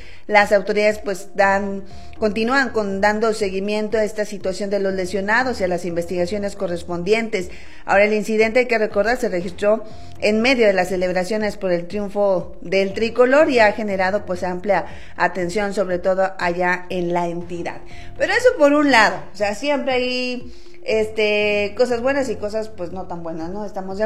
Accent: Mexico; Así somos los mexicanos, así somos.

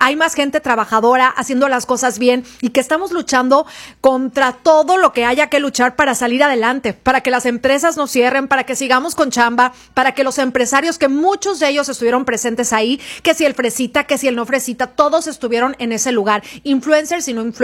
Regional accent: Mexico; porque claro, digo, somos mexicanos al grito de guerra, sí lo somos

